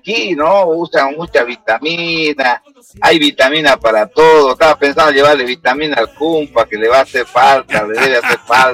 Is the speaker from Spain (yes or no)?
no; Tarija, Bolivia; Yo le digo, él es de la ciudad, yo soy del campo, le digo. Así que él es chapaco, yo soy chaqueño.